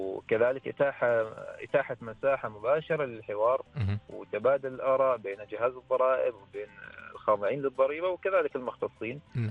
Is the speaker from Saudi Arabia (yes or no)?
no; Oman; عندنا في السلطنة